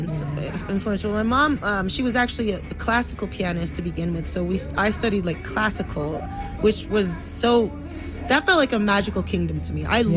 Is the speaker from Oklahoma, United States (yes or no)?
no; Los Angeles, California, United States; I was an L.A. girl